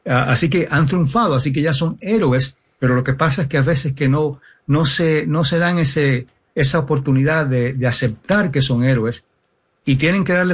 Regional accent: Miami, Florida, United States; Y un ejemplo, yo me crié en Miami.

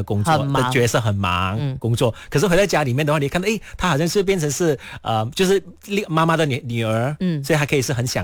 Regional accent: Kuala Lumpur, Malaysia; 因为我都是来自吉隆坡嘛，所以基本上我每天都是会回家的。

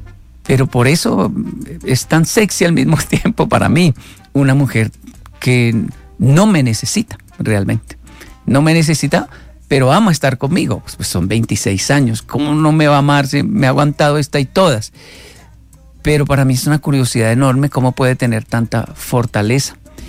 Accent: Colombia; yo soy colombiano. Me di cuenta que era colombiano.

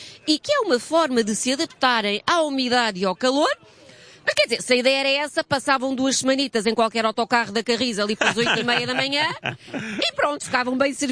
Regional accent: Portugal; para mim, esta é a melhor parte de sermos portugueses

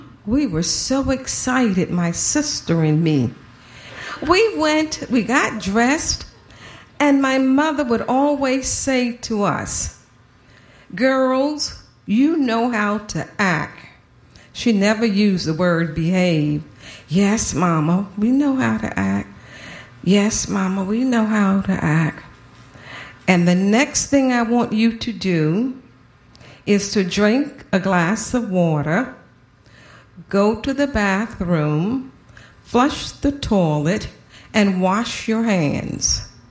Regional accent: Savannah, Georgia, United States; born or raised there

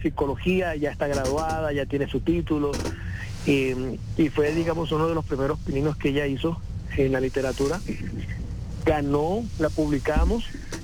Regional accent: Cartagena, Bolívar, Colombia; born there; Yo soy colombiano, mi familia es samaria. Yo nací de vacaciones en Cartagena. Nos estábamos de vacaciones y nací ahí.

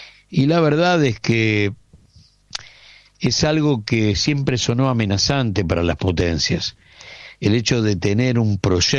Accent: Argentina

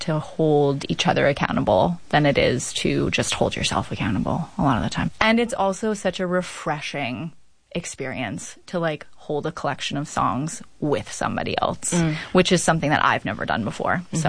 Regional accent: Vancouver, British Columbia, Canada; I think, you know, we're both from Vancouver and the community is pretty small

